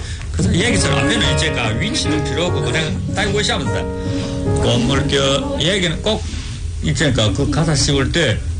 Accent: Yanbian, Jilin, China; 우리 내 고향 연변 진달라 꽃피는 연변.

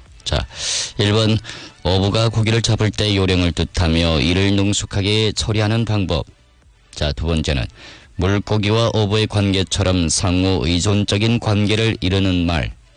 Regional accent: China; 우리 조선족 분들은 우리말로

